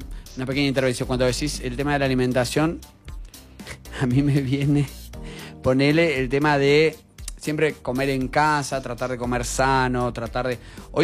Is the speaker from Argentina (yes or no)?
yes; Argentina; como argentino, milanesa frita es un innegociable.